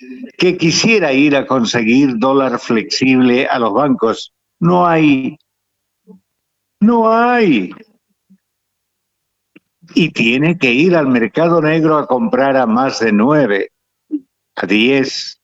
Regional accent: Bolivia

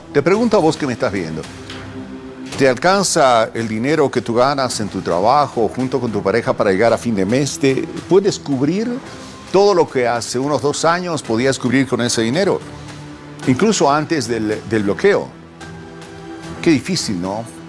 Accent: Bolivia; Hemos perdido como 40 bolivianos en los 2 últimos años en este país.

